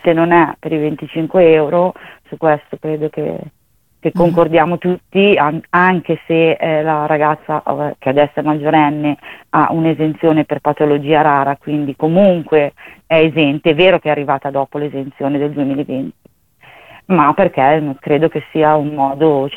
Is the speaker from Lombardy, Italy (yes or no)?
yes; Desio, Lombardy, Italy; abbiamo effettuato un primo accesso al pronto soccorso dell'ospedale San Gerardo di Monza, perché noi siamo di Desio